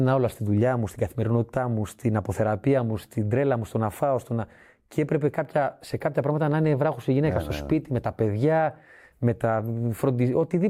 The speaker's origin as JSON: {"language": "Greek", "country": "Greece"}